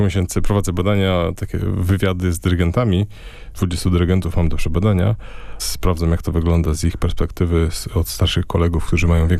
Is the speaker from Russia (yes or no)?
no; Nemenčinė, Vilnius County, Lithuania; first language Polish; moved away; pochodzę z polskiej rodziny, chodziłem do polskiej szkoły podstawowej w Niemenczynie.